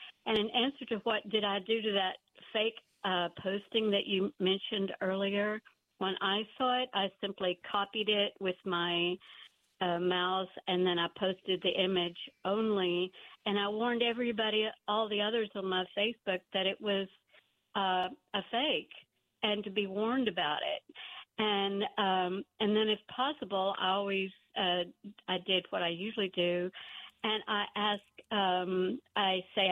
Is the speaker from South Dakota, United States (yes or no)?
no; Texas, United States; born there; and no, I was born in East Texas, where my grandmother raised 7 children, who was from Alabama.